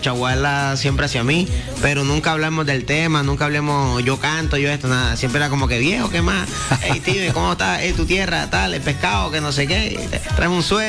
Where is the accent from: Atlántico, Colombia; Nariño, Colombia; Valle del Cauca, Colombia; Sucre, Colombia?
Sucre, Colombia; Majagual; now in Cartagena, Colombia; soy de Majagual, Sucre.